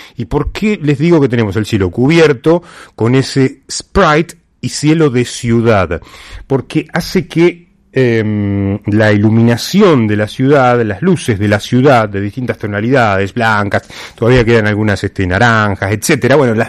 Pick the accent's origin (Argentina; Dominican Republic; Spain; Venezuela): Argentina; entonamos el himno argentino, porque ante todo somos argentinos.